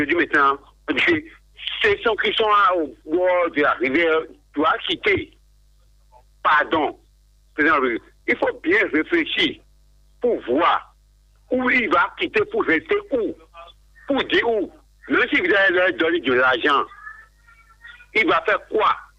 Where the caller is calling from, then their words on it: Ouidah, Atlantique, Benin; Moi, je parle pour nous, de Ouida. Je vous appelle de Ouida